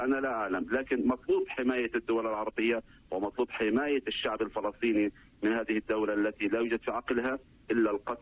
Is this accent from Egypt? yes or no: no; Palestine; لقتلنا كفلسطينيين